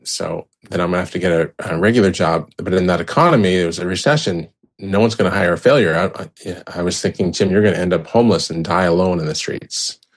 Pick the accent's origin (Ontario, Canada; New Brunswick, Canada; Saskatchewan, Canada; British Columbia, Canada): British Columbia, Canada; Vancouver; moved away; during the Vancouver Winter Olympics, my hometown